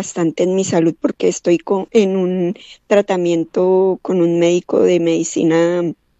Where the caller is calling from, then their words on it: Bogotá, Colombia; Buenos días, Glorita, de Bogotá.